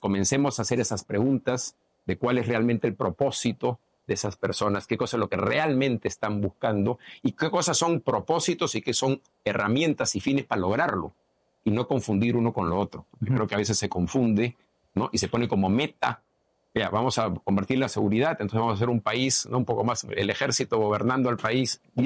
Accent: Peru

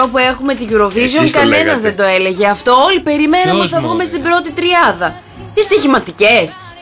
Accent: Greece; Σαν Ελληνίδα

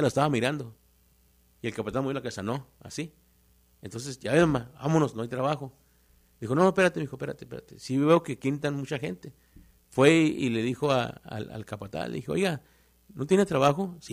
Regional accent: Chihuahua, Mexico; born there; also born or lived in Juárez; porque yo nací en Chihuahua.

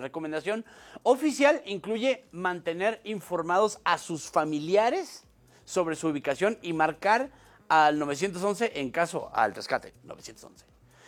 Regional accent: Mexico; Pero uno está educadísimo, no, como mexicano, uno está educadísimo.

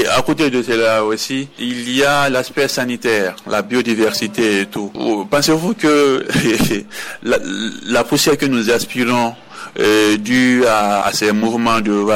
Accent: Siguiri, Kankan Region, Guinea

